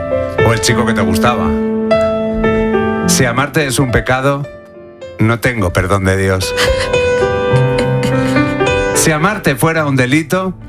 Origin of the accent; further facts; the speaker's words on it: Salamanca, Castile and León, Spain; yo soy de Salamanca. Tenemos un respeto al embutido.